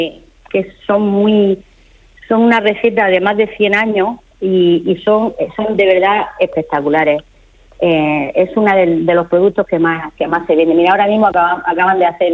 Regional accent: Cartagena, Region of Murcia, Spain; también, que somos cartageneros, pero el higo, eso es muy muy murcianico, entonces eso no se puede perder.

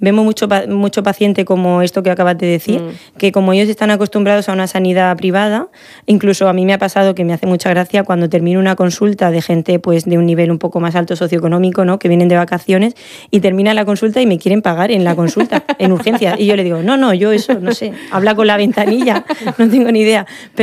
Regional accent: Valencian Community, Spain; Soy de la Comunidad Valenciana y, vamos, muchísima gente viene del Pilar porque, claro, por zona geográfica es más sencillo ir a los arcos

